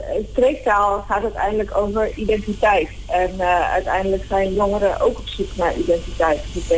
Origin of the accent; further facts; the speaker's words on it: Emmen, Drenthe, Netherlands; Ik kom uit Emmen.